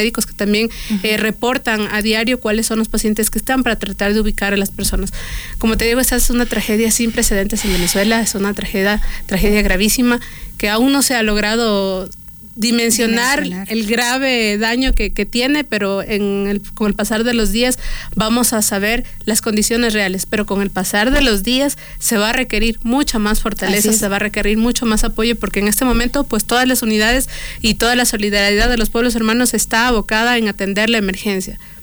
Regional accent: Ecuador; Aquí estamos haciendo patria desde el Ecuador

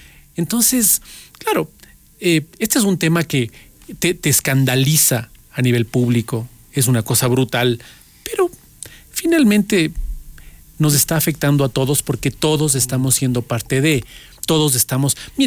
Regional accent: Quito, Pichincha, Ecuador; Yo, quiteño de bien, olvídate, yo soy quiteño de mal.

